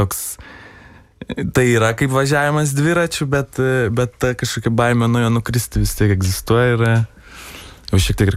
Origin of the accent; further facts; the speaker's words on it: Plungė, Telšiai County, Lithuania; mes abudu esam iš Plungės miesto